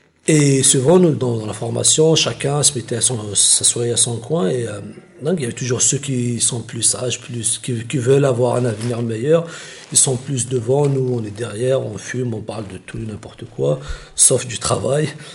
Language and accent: French; Kabylie, Algeria; moved away as an adult; also born or lived in Algiers; Moi, je viens de la Kabylie